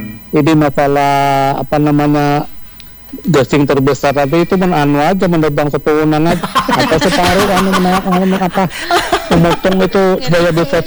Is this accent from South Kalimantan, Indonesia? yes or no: yes; South Kalimantan, Indonesia; Kalahnya nih anu aja kalau kami Banjar berpantau.